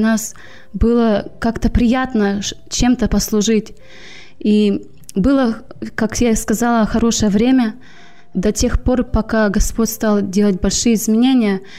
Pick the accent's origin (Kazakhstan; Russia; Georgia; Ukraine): Georgia; Gudauta, Abkhazia; now in South Carolina, United States; Ну, я родилась в Абхазии, эта местность называется Гудаута. Многие не знают, но это очень маленькое место. В областном она считается как Грузии. Эта местность очень красивая. Мы жили прямо около Черного